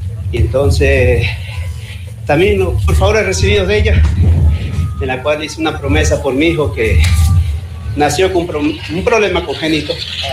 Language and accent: Spanish; Guayaquil, Guayas, Ecuador; Soy de Guayaquil.